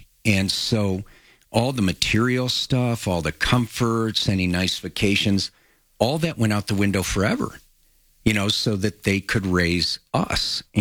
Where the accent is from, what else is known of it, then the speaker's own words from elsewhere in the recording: Chicago, Illinois, United States; moved away; growing up in Chicago